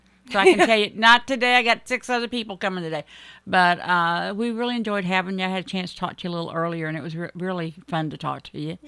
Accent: Florida, United States; I grew up in Clay County. My husband grew up in St. John's County.

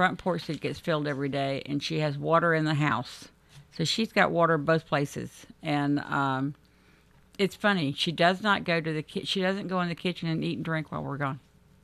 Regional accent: Ireland; I'm Irish. I'm a redhead. I don't do the beach. I grew up on fresh water, not salt water.

